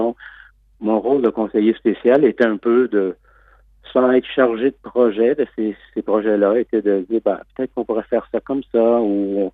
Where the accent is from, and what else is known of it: Canada